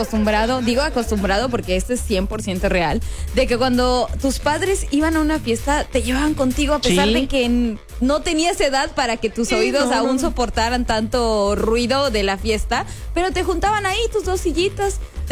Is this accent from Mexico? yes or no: yes; Mexico; Tanto hay cosas buenas que hacemos los mexicanos como cosas malas también